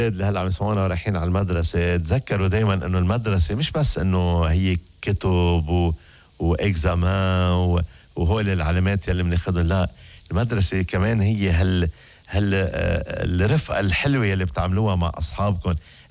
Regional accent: Syria; انا سوري بس احكي بالجامعة

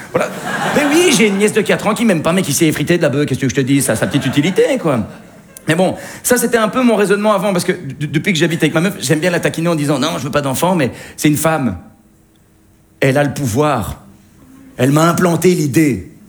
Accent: Belgium

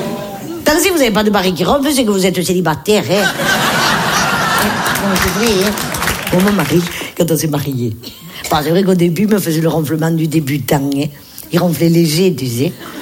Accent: Nice, Provence-Alpes-Côte d'Azur, France

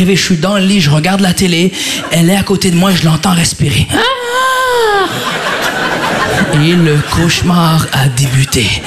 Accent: Quebec, Canada; born there; elle est québécoise comme moi. On est nés au Québec

